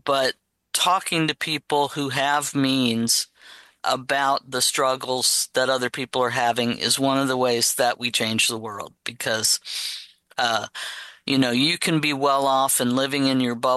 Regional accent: Missouri, United States; now in Columbia, United States; growing up in Missouri.

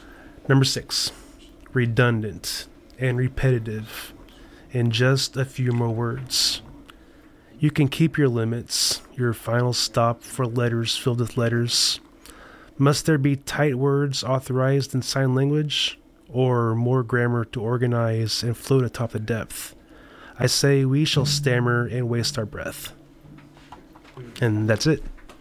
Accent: Salisbury, Missouri, United States; born there; now in Columbia, United States; I've been living in Columbia long enough. I'd say I'm from around here, but I was born in Salisbury, Missouri, about an hour from here.

